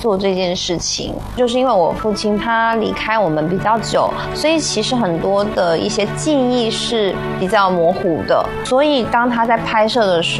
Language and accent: Chinese; Taiwan; now in Foshan, China; 我来自宝岛台湾。在2023年的时候，我定居佛山，成为了一个新的佛山人。